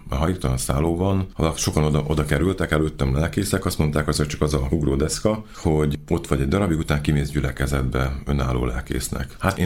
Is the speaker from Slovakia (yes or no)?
no; Tiszántúl, Hungary; Elindultam, nem is Debrecenbe elsősorban, Tiszántúli vagyok, hanem elindultam Sárospatakra.